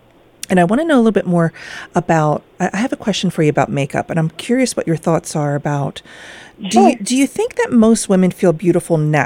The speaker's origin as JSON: {"language": "English", "region": "Pennsylvania", "country": "United States", "said": "me being from outside of Philadelphia, I've never been to Pittsburgh."}